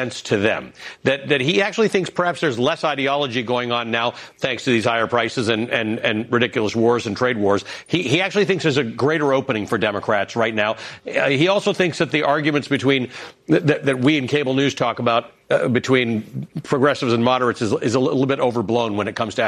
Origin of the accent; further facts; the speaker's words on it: Canada; I come from Canada where Kentucky bourbon was a very popular thing.